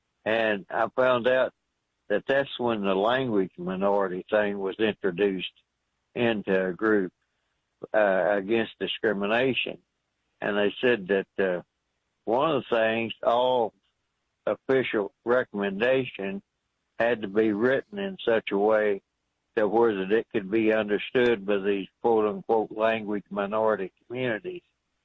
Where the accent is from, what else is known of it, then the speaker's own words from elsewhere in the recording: Midwest, United States; We grew up in the Midwest